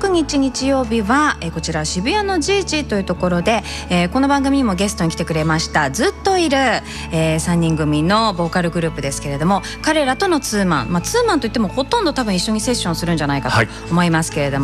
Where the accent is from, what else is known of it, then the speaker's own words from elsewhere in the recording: Yurihonjō, Akita, Japan; 地元秋田県由利本荘市